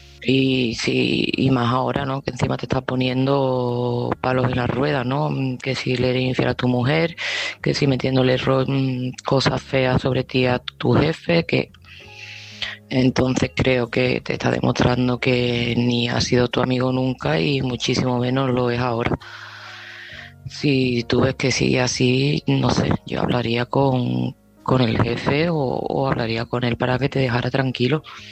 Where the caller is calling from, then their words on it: Seville, Andalusia, Spain; de Sevilla